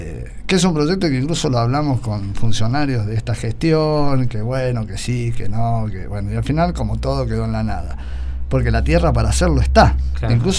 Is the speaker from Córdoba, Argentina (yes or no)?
yes; Córdoba, Argentina; now in General Rodríguez, Argentina; Yo soy cordobés y fui hace poco.